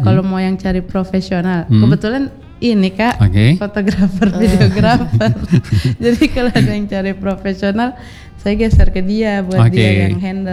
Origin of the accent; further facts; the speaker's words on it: Palu, Central Sulawesi, Indonesia; Saya asli Palu